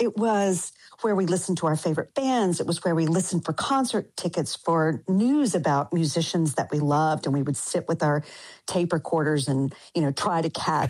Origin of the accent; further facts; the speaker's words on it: Denton, Texas, United States; it's a somewhat fictionalized account of my hometown, which is Denton, Texas. But when I lived there, you know, it was very small.